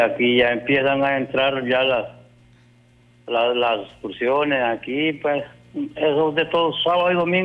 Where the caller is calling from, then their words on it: Tela, Atlántida, Honduras; En Tela, Atlántida.